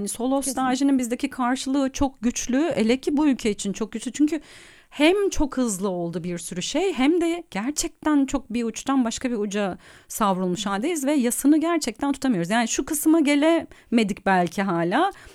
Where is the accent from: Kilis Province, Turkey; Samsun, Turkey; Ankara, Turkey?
Ankara, Turkey; now in Istanbul, Turkey; ben Ankara'da büyüdüm.